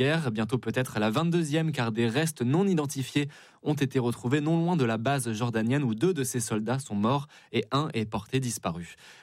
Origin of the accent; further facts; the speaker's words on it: Île-de-France, France; Dans les Yvelines.